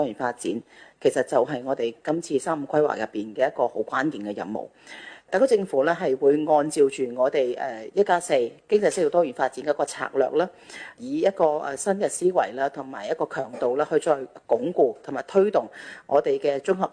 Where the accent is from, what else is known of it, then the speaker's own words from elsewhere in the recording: Macau; 可以来到我们澳门那里落户